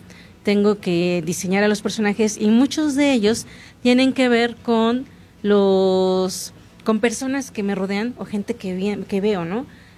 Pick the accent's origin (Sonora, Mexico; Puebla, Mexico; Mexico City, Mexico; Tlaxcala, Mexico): Tlaxcala, Mexico; entonces yo soy de Tlaxcala, pongo la radio local